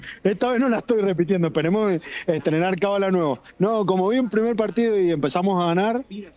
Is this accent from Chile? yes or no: no; Argentina; Sí, como todo argentino, creo que estamos remanija